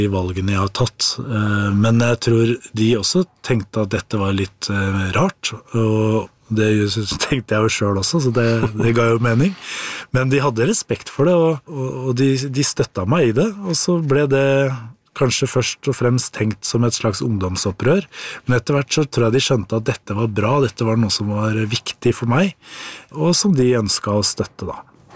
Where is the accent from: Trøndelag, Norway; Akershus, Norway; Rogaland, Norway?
Akershus, Norway; Nesodden; born there; now in Oslo, Norway; det at jeg ikke var døpt, det gjorde at jeg tok kontakt med presten hjemme på Nesodden.